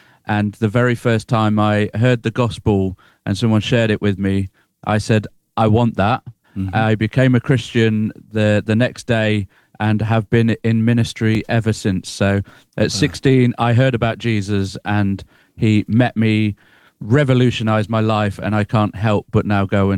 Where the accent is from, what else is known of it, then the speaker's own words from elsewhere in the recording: East Midlands, United Kingdom; moved away as an adult; also born or lived in France; now in Sutton in Ashfield, United Kingdom; Yeah, Nottinghamshire boy, born and bred. But I have lived in various parts of the country, and I also lived in France for 4 years.